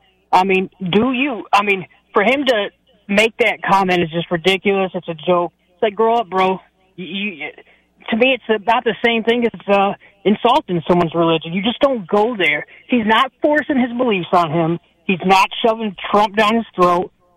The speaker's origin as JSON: {"language": "English", "region": "New York", "country": "United States", "tie": "born or raised there", "said": "I grew up right outside of Buffalo, so drinking age in Canada was 19"}